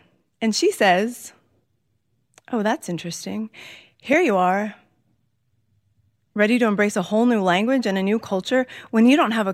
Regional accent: United States; I tell them, the United States. They ask, no, but what's your nationality? I tell them, I'm American.

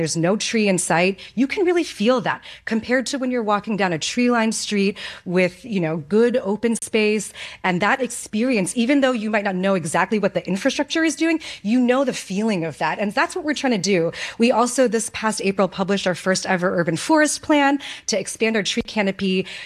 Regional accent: New York, United States; No, I was just kind of curious as a New Yorker

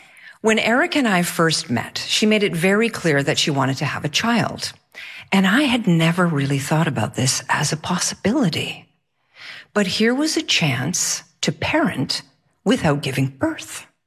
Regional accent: Quebec, Canada; born there; I was born just outside of Montreal.

